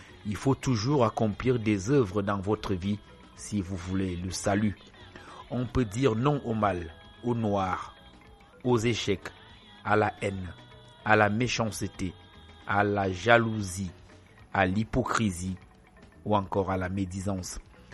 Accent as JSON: {"language": "French", "country": "Cameroon", "said": "Chez nous, au Cameroun"}